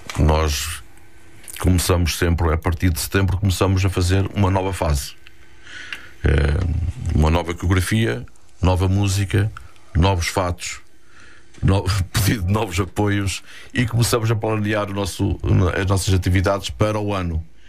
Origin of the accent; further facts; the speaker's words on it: Mafra, Lisbon, Portugal; como somos de Mafra